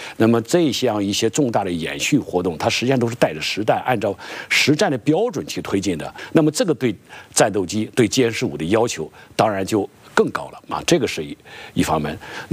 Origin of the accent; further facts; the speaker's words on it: China; 亲手抚摸一下我们中国人造的航空母舰